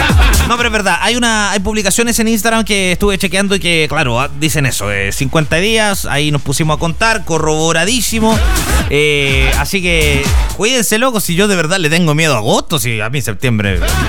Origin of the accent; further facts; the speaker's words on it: Chile; Somos tan chilenos